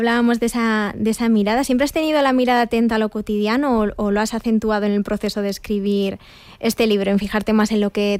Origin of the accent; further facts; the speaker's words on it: Madrid, Community of Madrid, Spain; born there; also born or lived in Barcelona; yo nací en Barcelona, pero vivo en Madrid desde muy pequeñita, aún así toda mi familia sigue viviendo allí y me siento pues tremendamente conectada con la ciudad.